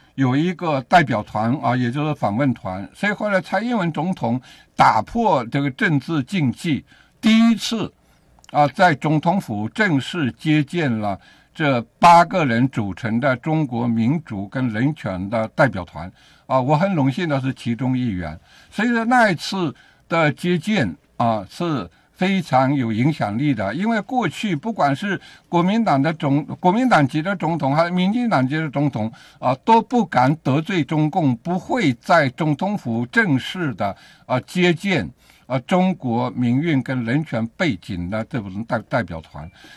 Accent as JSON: {"language": "Chinese", "country": "Taiwan", "said": "我们台湾人为什么要参加"}